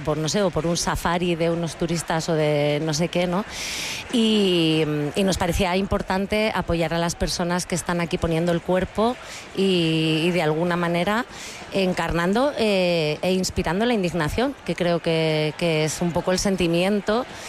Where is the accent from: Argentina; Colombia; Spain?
Spain; Santander, Cantabria; now in Madrid, Spain; es el barrio al que yo llegué desde Santander, que yo soy de Santander, y yo llegué a Lavapiés, no llegaba a Madrid, ¿no?